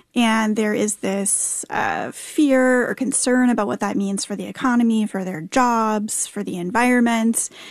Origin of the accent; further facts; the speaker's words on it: Raleigh, North Carolina, United States; I grew up in North Carolina. I'm a Raleigh native.